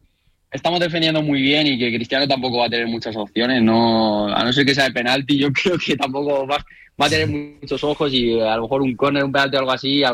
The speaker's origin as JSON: {"language": "Spanish", "country": "Spain", "said": "Aquí, bueno, obviamente tenemos que ir siendo españoles, tenemos que ir todos con España."}